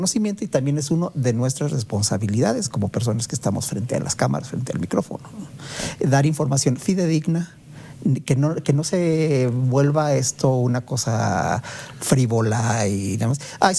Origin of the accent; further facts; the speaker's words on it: Mexico City, Mexico; Yo crecí en la Ciudad de México.